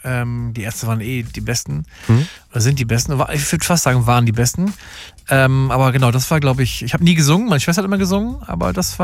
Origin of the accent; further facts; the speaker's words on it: Ratekau, Schleswig-Holstein, Germany; born there; accent: northern German; also born or lived in Berlin; bin in Berlin groß geworden die ersten Jahre und durch verschiedene Pflegefamilien durch. Und irgendwann hat mich eine Familie aus dem Norden geholt, Lübeck, genau zu sein, Rathekau, ein kleines Dörfchen, Nähe Timmendorfer Strand.